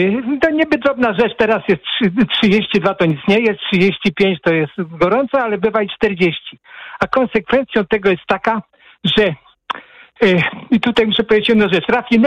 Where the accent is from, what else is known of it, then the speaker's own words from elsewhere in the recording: Płock, Masovian Voivodeship, Poland; Ja jestem z Płocka, znam tutejszy przemysł, znaczy rafinerię petrochemię bardzo dobrze